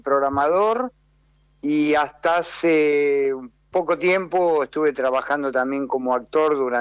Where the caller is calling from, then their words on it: Buenos Aires, Argentina; Yo soy de acá, de Capital Federal, vivo acá en Villa Santa Rita.